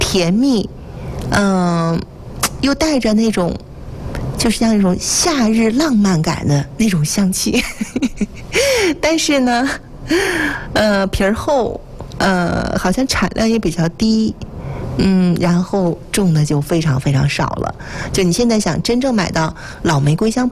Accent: Jinzhou, Liaoning, China; 那因为咱们锦州北普陀山的这些桑树桑粒儿，构成我童年很美好的一个回忆，所以我每次呢听到这个桑梓这个词的时候，还是有一些共鸣的啊，就有桑树的地方是我的老家

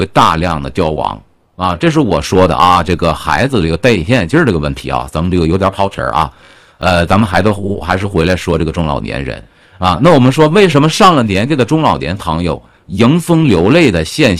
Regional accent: Northeast China, China; 我记得小时候在东北啊

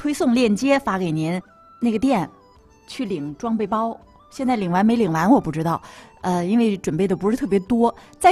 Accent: Northeast China, China

